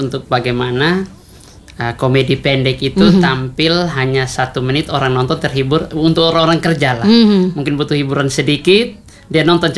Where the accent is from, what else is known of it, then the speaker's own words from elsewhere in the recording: East Nusa Tenggara, Indonesia; beta selalu berusaha untuk beta tonjolkan ini beta pun budaya, ini beta orang NTT.